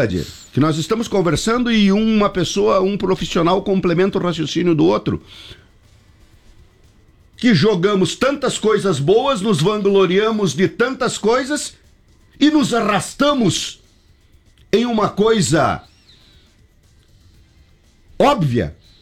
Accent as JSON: {"language": "Portuguese", "region": "South Region", "country": "Brazil", "said": "nós batemos tanto no peito de que somos do Sul"}